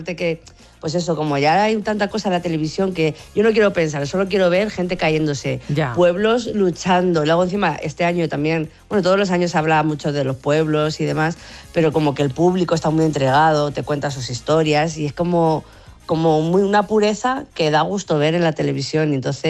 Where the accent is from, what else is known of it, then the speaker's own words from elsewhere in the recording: Castilla-La Mancha, Spain; born there; yo en mi pueblo de Castilla-La Mancha